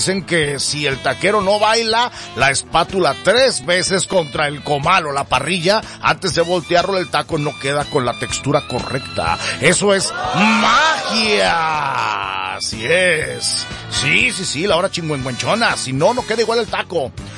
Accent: San Pedro de Rosales, Sinaloa, Mexico; now in Guadalajara, Mexico; Allá en mi pueblo, San Pedro de Rosales, municipio de Navolato, Sinaloa.

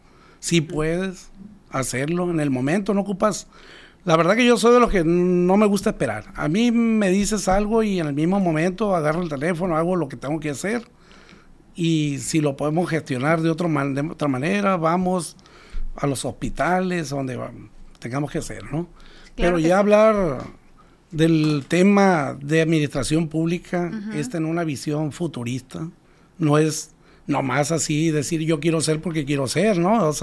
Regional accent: Navolato, Sinaloa, Mexico; yo soy de Navolato, soy residente, mi residencia efectiva en Navolato

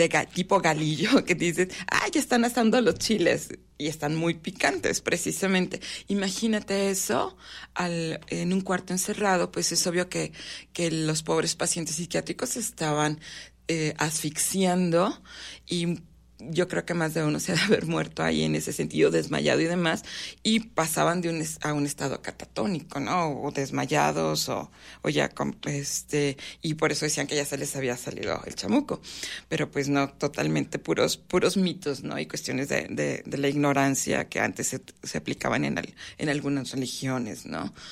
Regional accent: Durango, Mexico; moved away; hablo yo de mi tierra Durango

